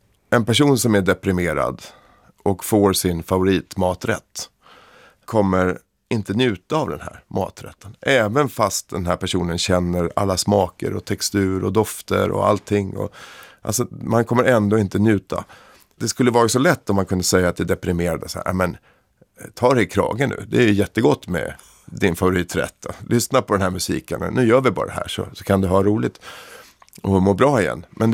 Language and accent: Swedish; Stockholm County, Sweden; Nu kommer jag från Stockholms förort, så det är inte några jätteskogar det handlar om